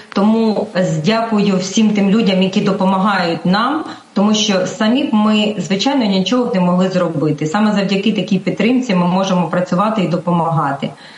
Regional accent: Kherson, Kherson Oblast, Ukraine; я пишаюсь тим, що я херсонка

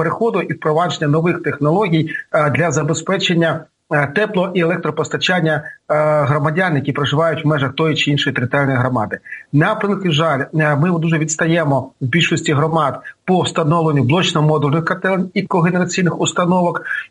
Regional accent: Kharkiv, Kharkiv Oblast, Ukraine; мій рідний Харків

